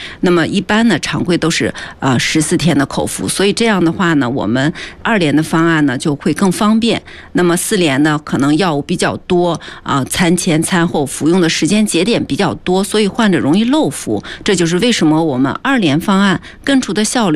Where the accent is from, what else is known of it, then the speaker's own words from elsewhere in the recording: China; 尤其是我们中国人的